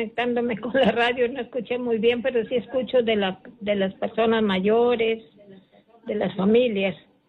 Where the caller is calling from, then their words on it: Piura, Peru; De Piura.